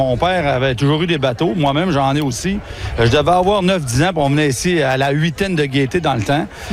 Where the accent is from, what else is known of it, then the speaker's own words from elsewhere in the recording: Saint-Gédéon, Quebec, Canada; moved away as an adult; now in Dolbeau-Mistassini, Canada; moi, je suis originaire de Saint-Gédéon. Maintenant, j'habite à Dolbeau depuis 25 ans.